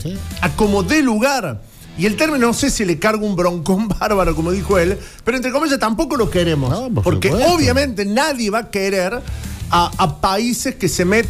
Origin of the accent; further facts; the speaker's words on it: Argentina; A los que somos futboleros y argentinos al palo